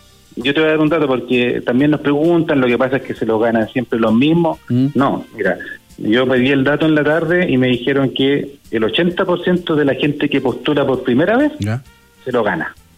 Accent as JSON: {"language": "Spanish", "town": "Valdivia", "region": "Los Ríos", "country": "Chile", "said": "Yo soy de regiones, yo soy de Valdivia."}